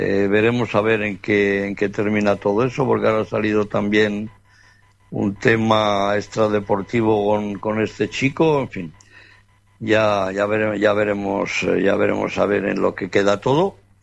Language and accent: Spanish; Navia, Asturias, Spain; born there; moved away; la Virgen de la Barca, que es la patrona de Navia, de mi pueblo.